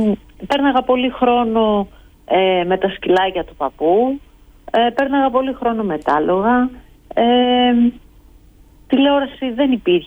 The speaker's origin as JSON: {"language": "Greek", "town": "Ioannina", "region": "Epirus", "country": "Greece", "said": "είμαι από τα Γιάννενα, οπότε το χωριό του παππού μου ήταν η Δοδόνη."}